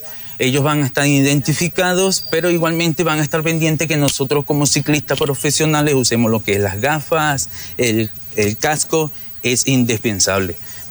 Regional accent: Venezuela; moved away as an adult; now in Mindo, Ecuador; Soy de Venezuela, estoy residenciado en Ecuador ya 10 años y en Mindo tengo 9 años. Conocí a Mindo de turista y me quedé.

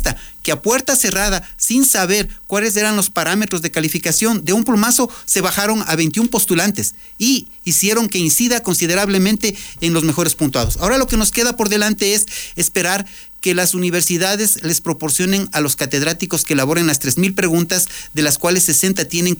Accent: Ecuador; nosotros como ecuatorianos

